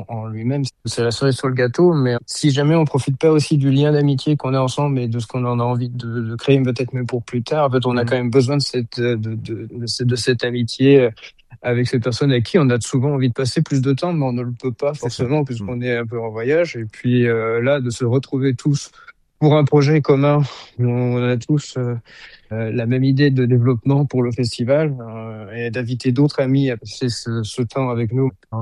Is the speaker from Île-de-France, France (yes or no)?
no; Grand Est, France; born there; on a le festival du Saulnois, qui est pour moi ma région natale.